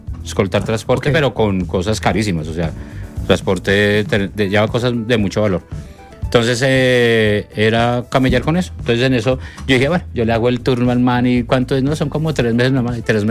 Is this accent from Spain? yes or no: no; Maní, Casanare, Colombia; now in Bogotá, Colombia; Me crié en el llano, nací acá en Bogotá y de niño.